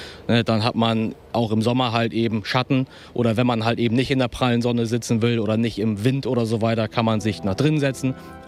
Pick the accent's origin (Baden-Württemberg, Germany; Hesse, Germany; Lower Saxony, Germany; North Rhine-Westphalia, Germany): Lower Saxony, Germany; now in Hamburg, Germany; Ich komme ursprünglich aus Ostfriesland, von der Insel. Und dann bin ich nach Hamburg gezogen